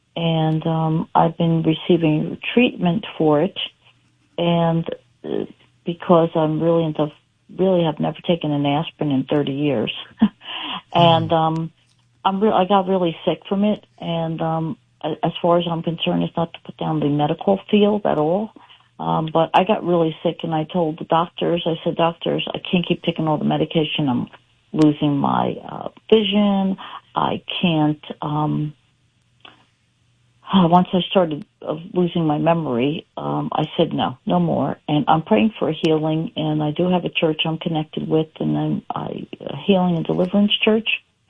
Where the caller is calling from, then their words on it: New Jersey, United States; I'm from New Jersey.